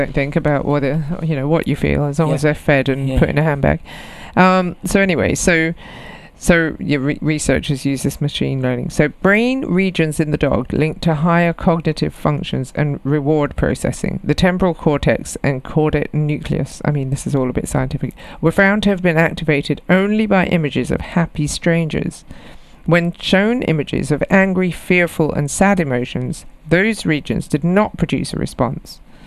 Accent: Jamaica; growing up in Jamaica, we all had Alsatians and pit bulls and mastiffs and stuff because they're great guard dogs

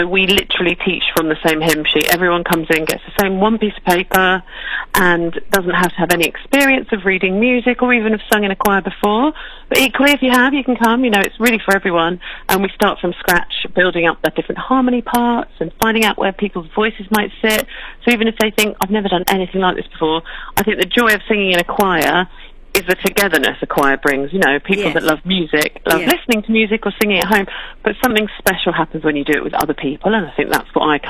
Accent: St Neots, East of England, United Kingdom; Cambridge, which is my home stomping ground. I grew up in St. Neots.

